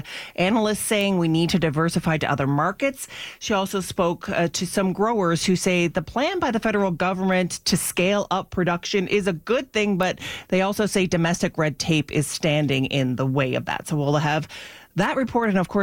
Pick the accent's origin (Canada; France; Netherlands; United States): Canada; as a Canadian, when you're listening to it, you really connected to it because there are references that maybe only us who live here would get